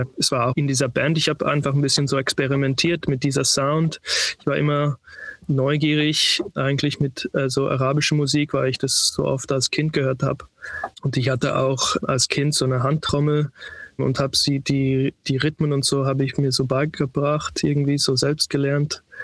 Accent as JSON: {"language": "German", "town": "Sydney", "region": "New South Wales", "country": "Australia", "tie": "born or raised there", "moved": "yes", "lives_now": "Berlin, Germany", "said": "Ich bin in Sydney aufgewachsen. Meine Mutter kommt aus dem Libanon und mein Vater aus der Schweiz, also aus der Zentralschweiz. Deshalb kann ich Deutsch sprechen."}